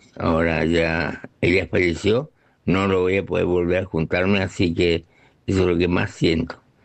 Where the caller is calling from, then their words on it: Formosa, Argentina; de Formosa.